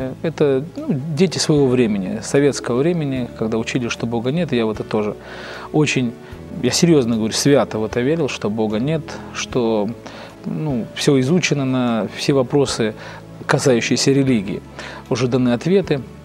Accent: Dnipro, Dnipropetrovsk Oblast, Ukraine; И когда я говорю, что вот по национальности я татарин, все очень четко определяют: ты мусульманин. Но когда спрашивали, откуда я приехал, я говорил: из Днепропетровска, с Украины.

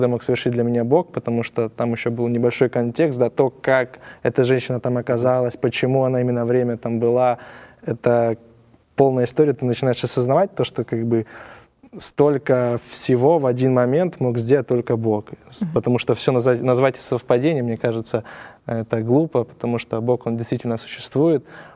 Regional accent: Ukraine; now in Argentina

